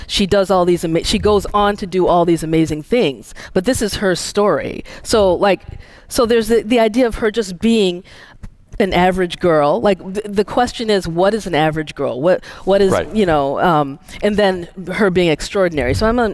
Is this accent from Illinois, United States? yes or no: yes; Illinois, United States; being Nigerian American.